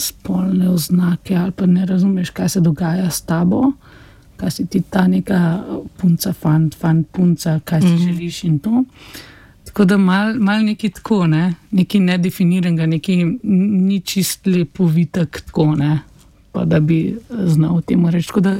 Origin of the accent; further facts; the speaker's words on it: Upper Carniola, Slovenia; Ampak mi, ko smo bili otroci, jaz sem iz Gorenjske, smo hodili v Lesce